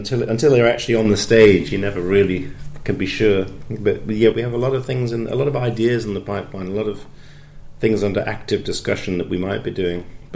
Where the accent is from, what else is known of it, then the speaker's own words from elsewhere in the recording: Newcastle, North East England, United Kingdom; also born or lived in Glasgow / Norfolk / London; now in Somerset, United Kingdom; I've been I was born in Glasgow, grew up in Newcastle. I'm currently in Somerset, which is kind of 150 miles southwest of London.